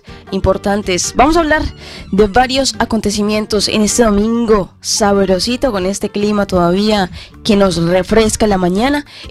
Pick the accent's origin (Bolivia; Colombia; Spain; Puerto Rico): Colombia